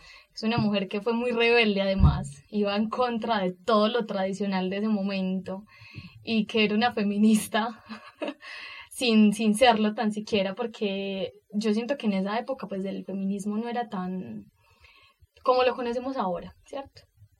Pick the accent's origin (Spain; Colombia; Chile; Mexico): Colombia; siendo colombiano, las joyas literarias que tenemos en nuestro país.